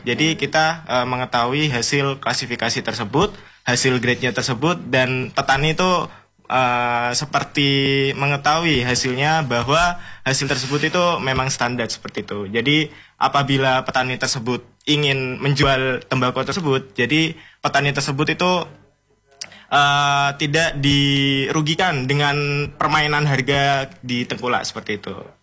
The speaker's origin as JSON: {"language": "Indonesian", "town": "Probolinggo", "region": "East Java", "country": "Indonesia", "tie": "born or raised there", "accent": "medok", "said": "asli Probolinggo."}